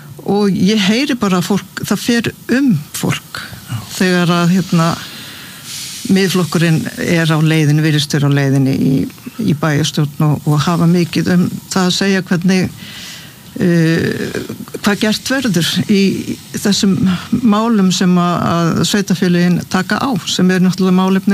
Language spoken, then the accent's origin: Icelandic; Suðurnesjabær, Southern Peninsula, Iceland; samfylkingin vann sigur í Suðurnesjabæ, mínum heimabæ.